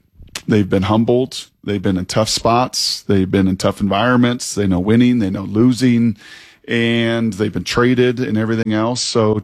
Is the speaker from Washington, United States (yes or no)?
yes; Seattle, Washington, United States; when I got drafted to Seattle, my hometown team